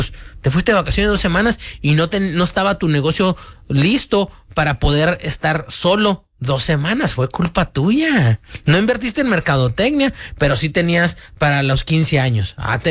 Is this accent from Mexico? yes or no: yes; Mexico; now in United States; Yo soy mexicano.